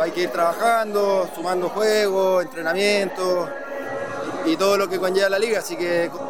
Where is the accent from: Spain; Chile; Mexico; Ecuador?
Chile; Concepción, Biobío; Yo soy penquista, soy de Conce, pero siempre he tenido una muy buena relación con Linares.